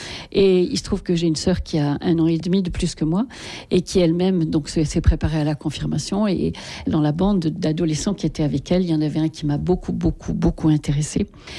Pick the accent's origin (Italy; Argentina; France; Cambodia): France; eastern France; Je suis née et j'ai grandi dans l'est de la France, mais mon père était juif pied noir d'Algérie.